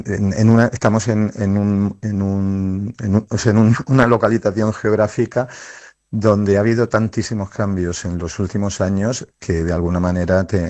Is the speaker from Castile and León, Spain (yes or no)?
no; Torrevieja, Valencian Community, Spain; yo soy nacido en Torrevieja